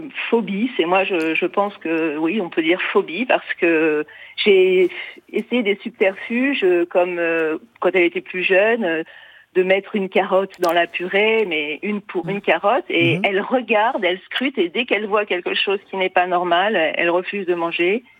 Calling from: Gif-sur-Yvette, Île-de-France, France; De Gif-sur-Yvette.

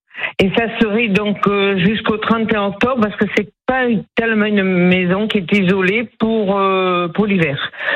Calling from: Nouvelle-Aquitaine, France; je vous appelle donc de Brache.

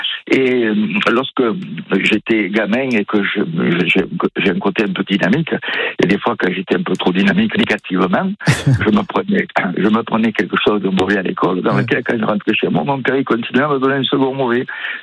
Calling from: France; je suis français, j'adore ma France.

